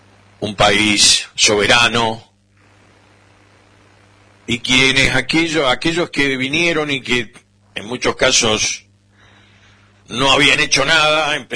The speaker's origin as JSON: {"language": "Spanish", "country": "Argentina", "said": "Somos todos iguales. Somos argentinos."}